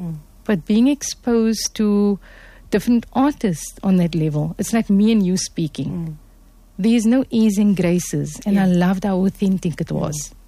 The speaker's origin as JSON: {"language": "English", "town": "Cape Town", "region": "Western Cape", "country": "South Africa", "tie": "born or raised there", "said": "we come from Cape Town, and when I grew up and how I grew up wasn't, we were exposed to Arabic."}